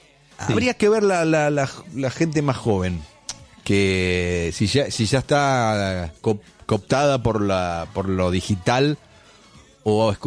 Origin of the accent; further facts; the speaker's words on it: La Madrid, Tucumán, Argentina; moved away; se juntan en mi pueblo, en La Madrid